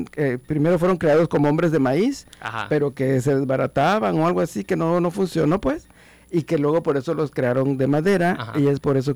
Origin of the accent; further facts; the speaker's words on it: Tenosique, Tabasco, Mexico; yo soy de Tenosique.